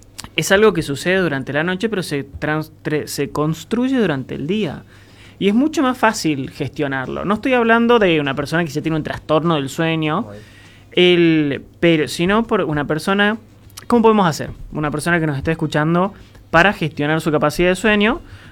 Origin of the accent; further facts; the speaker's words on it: Jujuy, Argentina; A mí me pasa lo mismo, yo soy jujeño.